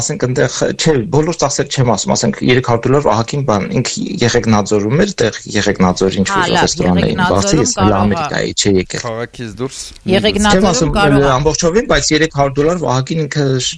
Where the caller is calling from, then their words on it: Los Angeles, California, United States; Լոս Անջելեսից եմ զանգահարում